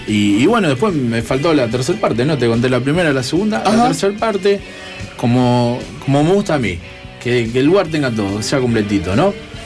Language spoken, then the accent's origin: Spanish; Argentina; somos argentinos y somos luchadores